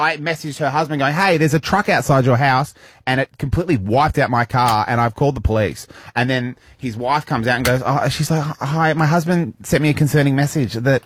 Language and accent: English; Tasmania, Australia; because when I grew up in Tasmania, we had 8 acres, so I never really had neighbours.